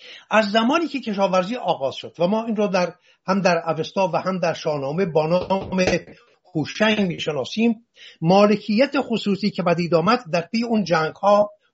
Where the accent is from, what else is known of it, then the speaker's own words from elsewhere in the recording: Iran; صدور انقلابشان این شد که من ایرانی در هر کجای جهان که باشم شرمسار باشم از این که بگویم من ایرانیم.